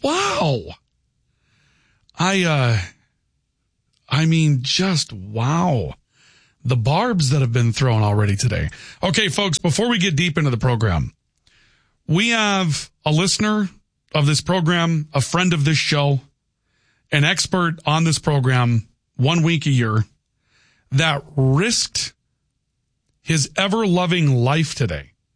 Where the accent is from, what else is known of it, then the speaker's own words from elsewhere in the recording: Valley City, North Dakota, United States; I grew up in Valley City where people were nice to each other.